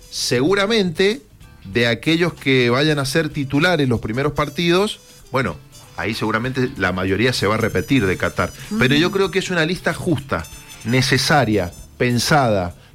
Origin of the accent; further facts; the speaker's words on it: Argentina; Somos argentinos y tenemos esa posibilidad de opinar.